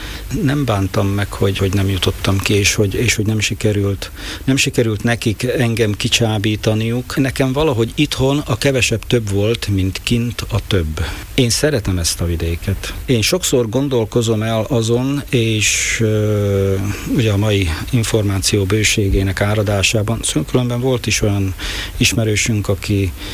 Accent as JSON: {"language": "Hungarian", "country": "Hungary", "said": "én itthon vagyok, innen származom, mondhat bárki bármit, én szeretem ezt a vidéket."}